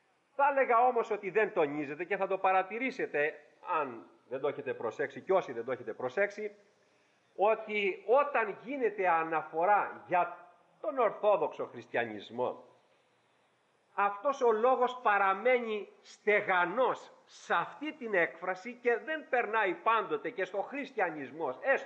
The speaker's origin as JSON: {"language": "Greek", "country": "Greece", "said": "Είμαστε όλοι σαν Έλληνες χριστιανοί ορθόδοξοι, έτσι γεννηθήκαμε"}